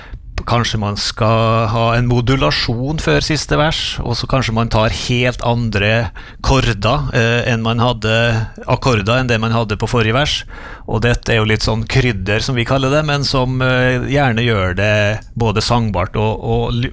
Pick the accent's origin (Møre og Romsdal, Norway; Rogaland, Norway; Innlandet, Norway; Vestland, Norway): Møre og Romsdal, Norway; Tingvoll; også på Tingvoll, der jeg vokste opp.